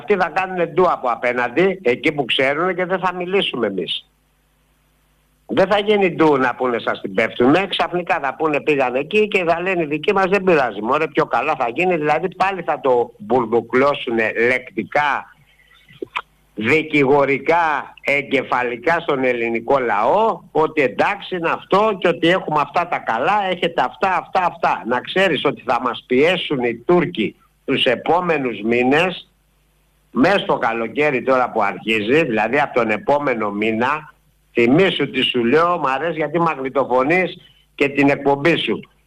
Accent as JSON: {"language": "Greek", "town": "Ermoupoli", "region": "South Aegean", "country": "Greece", "said": "Ευτυχώς που κατάγομαι από την Ερμούπολη της Σύρου, που είναι η πρωτεύουσα των Κυκλάδων"}